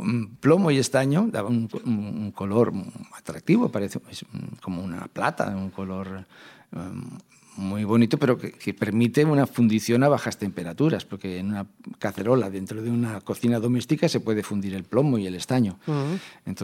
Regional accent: Canary Islands, Spain; born there; Tiene 5 hijos, 4 de los cuales nacimos en Canarias, cuando él fue destinado como catedrático de dibujo a la Universidad de La Laguna, para la Escuela de Magisterio.

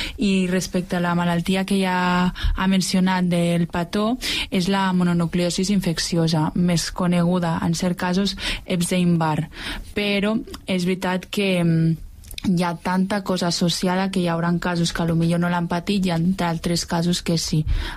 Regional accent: Andorra; Jo soc d'Andorra

